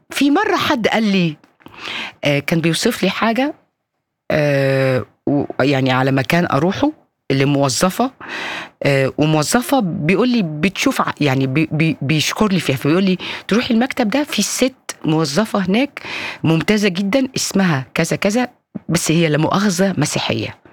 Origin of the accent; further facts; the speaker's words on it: Egypt; وطول عمرنا احنا مصريين مسيحيين عايشين مع مسلمين